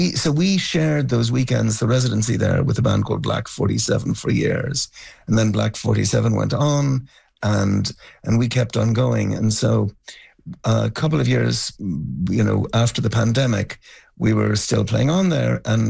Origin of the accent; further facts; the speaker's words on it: County Cavan, Ireland; who was from County Cavan, which is where I grew up in Ireland.